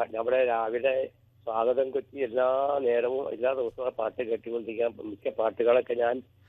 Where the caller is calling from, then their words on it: Aluva, Kerala, India; ഞാൻ ആരുവ മറിയപ്പടി.